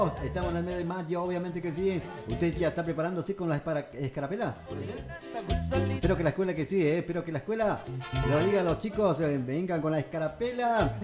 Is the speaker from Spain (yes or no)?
no; Argentina; somos argentinos todavía, que todavía somos argentinos